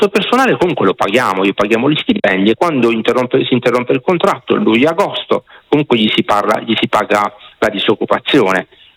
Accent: Apulia, Italy; perché io sono pugliese, no? E penso che si senta

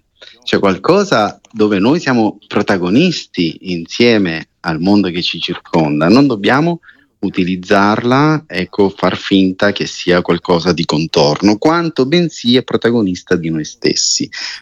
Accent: Sicily, Italy

